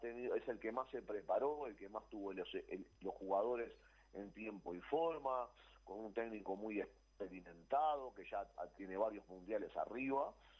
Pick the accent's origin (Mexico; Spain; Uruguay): Uruguay; nosotros como uruguayos